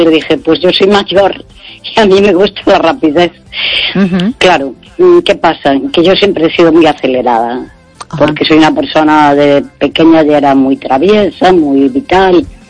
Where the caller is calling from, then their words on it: Santiago de Compostela, Galicia, Spain; de Santiago